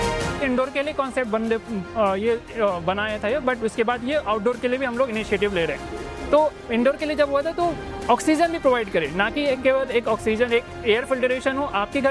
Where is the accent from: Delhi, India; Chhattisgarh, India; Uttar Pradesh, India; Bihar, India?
Uttar Pradesh, India; Lucknow; और मैं Lucknow UP capital से बिलोंग करता हूँ।